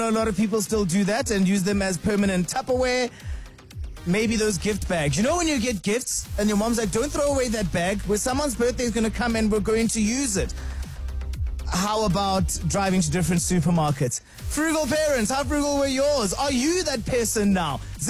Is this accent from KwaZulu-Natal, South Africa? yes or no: no; Brackenhurst, Gauteng, South Africa; And also, I grew up in Brackenhurst, Bracken Downs, so we had all those shopping stores over there.